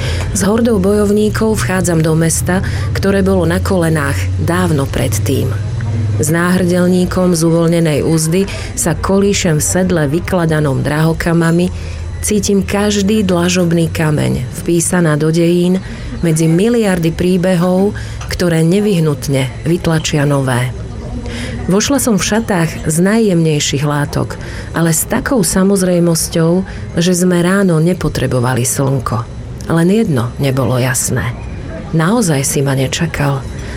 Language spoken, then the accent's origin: Slovak; Prešov, Prešov Region, Slovakia; moved away as an adult; now in Ružomberok, Slovakia; stále som Prešovčanka